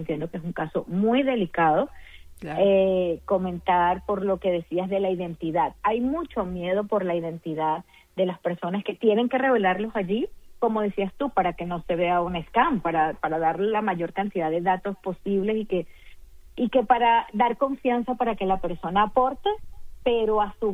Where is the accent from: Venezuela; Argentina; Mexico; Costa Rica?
Venezuela; now in Doral, United States; la comunidad de Doral, en la que viví. Más del 40% de los habitantes somos venezolanos